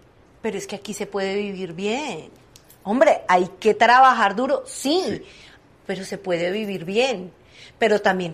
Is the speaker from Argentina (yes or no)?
no; Colombia; moved away as an adult; now in United States